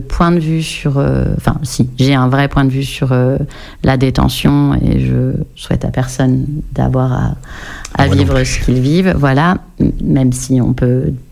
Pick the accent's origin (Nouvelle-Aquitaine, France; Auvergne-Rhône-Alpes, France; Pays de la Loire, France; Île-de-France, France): Nouvelle-Aquitaine, France; moi, je viens du Pays Basque, en fait.